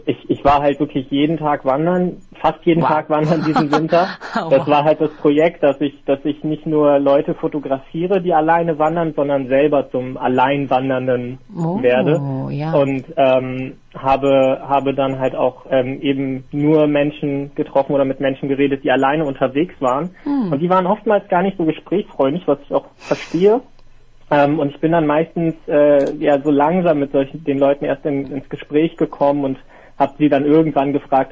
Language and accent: German; Northern Germany, Germany; als ich nach Korea kam, ich komme aus Norddeutschland, hier ist halt wirklich flach, kein einziger Berg, nichts.